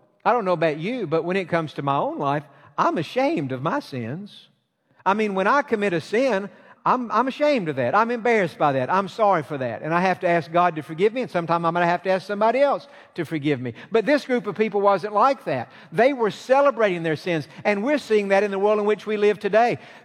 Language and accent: English; East Point, Georgia, United States